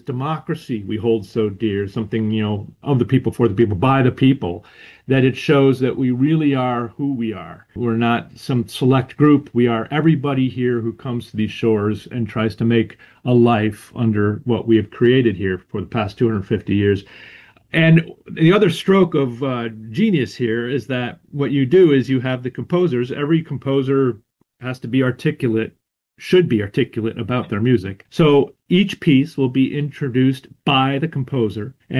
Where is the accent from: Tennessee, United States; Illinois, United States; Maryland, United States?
Illinois, United States; Chicago; my hometown, Chicago.